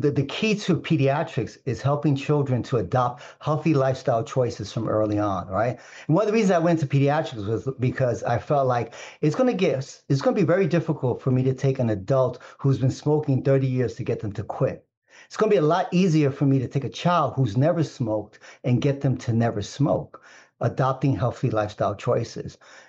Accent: New York City, New York, United States; I grew up poor in East Harlem because we just didn't have the means, right?

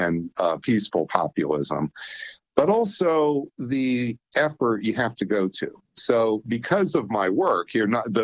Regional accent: Erie, Pennsylvania, United States; also born or lived in Pittsburgh; So I'm from Western PA. I'm from Erie, Pennsylvania.

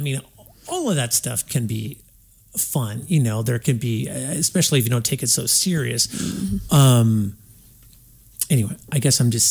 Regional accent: Los Angeles, California, United States; moved away; I grew up in Los Angeles

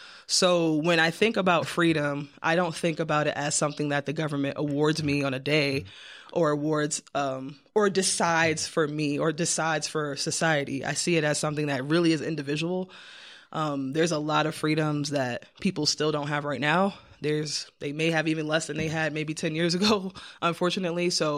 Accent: New York, United States

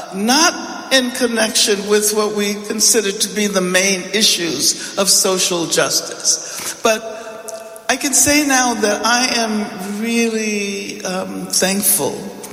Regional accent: Birmingham, Alabama, United States; I was born in 1944 in Birmingham, Alabama, at a time when the government of the city and of the state were literally in the hands of the Ku Klux Klan.

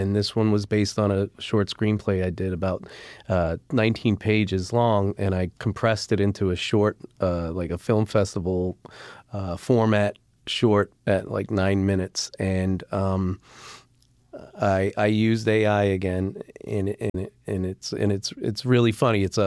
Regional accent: Florida, United States; Yeah, well, we're from Florida, so never been out to this side of the country.

